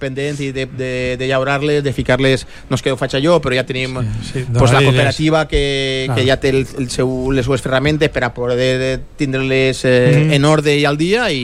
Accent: Valencian Community, Spain; moved away as an adult; now in Valencia, Spain; jo mantinc una casa allí en el meu poble

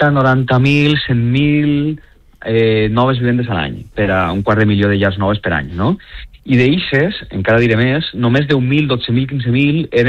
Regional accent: Valencia, Valencian Community, Spain; com jo soc del Cabanyal, conec molt bé el cas del Cabanyal, perquè és el barri del que soc jo no visc allí ja, però he viscut allà, no?

